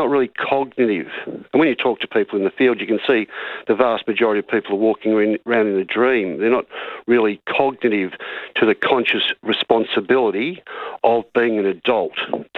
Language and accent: English; Australia; Mate, that's my honest opinion as an Australian, Tony